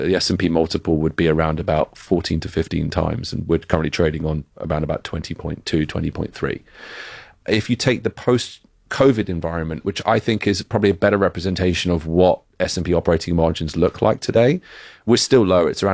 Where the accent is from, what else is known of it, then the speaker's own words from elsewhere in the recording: United Kingdom; accent: British; Oh, I thought you were going to say, well, it's my British accent that makes me sound more.